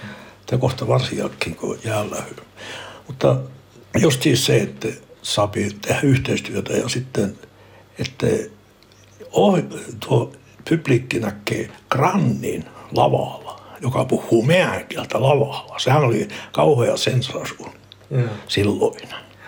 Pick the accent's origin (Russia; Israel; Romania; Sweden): Sweden; Norrbotten County; also born or lived in Kiruna; olen Jonossona syntynyt, vähän matkaa Jonossa, sen kylän nimi oli Saajo. Siellä mä olen syntynyt. Eli minä Saajossa, mä olen faktisesti syntynyt Jonossona